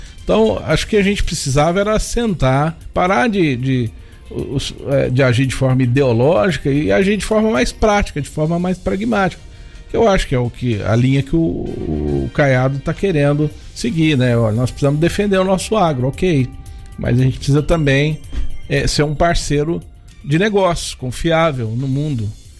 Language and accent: Portuguese; Brazil; nós como brasileiros